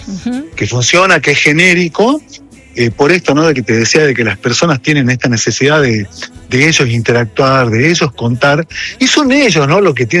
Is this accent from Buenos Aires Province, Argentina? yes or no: no; Jujuy, Argentina; born there; also born or lived in Salta; Si, ajá, yo bien soy jujeño, sí, hincha del Lobo jujeño también.